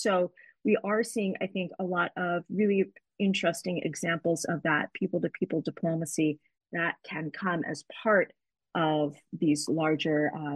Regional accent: Boston, Massachusetts, United States; moved away; I'm originally from Boston

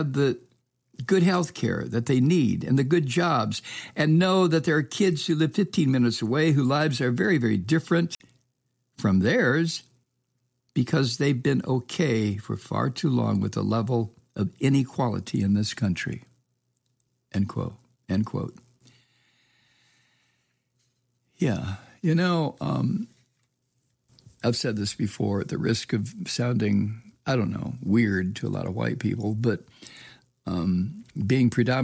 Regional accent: United States; I'm an American.

